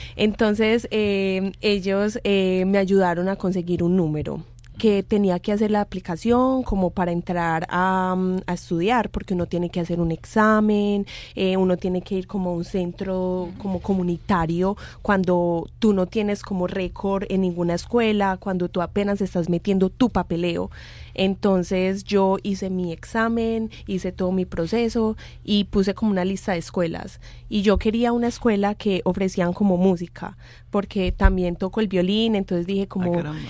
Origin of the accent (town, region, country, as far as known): Don Matías, Antioquia, Colombia